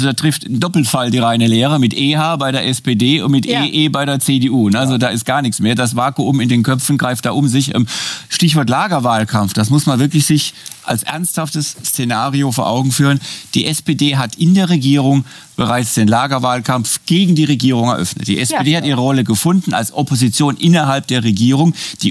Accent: Germany; Und ich als Deutscher, wie viele andere Deutsche auch

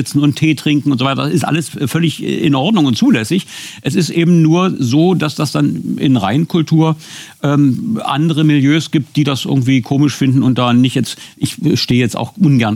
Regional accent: eastern Germany, Germany; Ich komme ja nur aus dem Osten

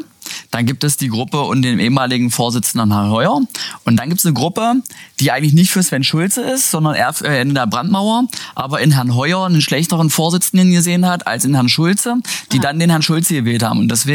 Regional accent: Saxony-Anhalt, Germany; bei uns in Sachsen-Anhalt. Ich komme aus dem Salzlandkreis.

